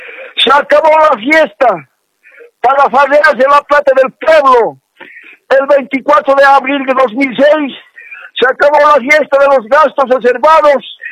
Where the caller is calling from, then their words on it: El Alto, La Paz, Bolivia; aquí de la ciudad del Alto.